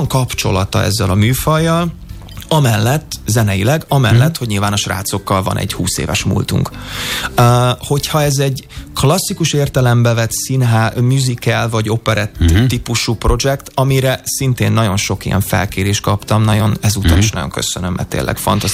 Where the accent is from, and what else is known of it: Hungary; moved away as an adult